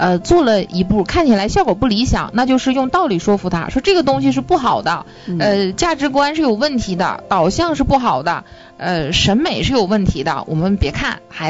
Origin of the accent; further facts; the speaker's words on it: Northeast China, China; accent: Northeastern (Dongbei) dialect; 用我们东北话说就是耍狗坨子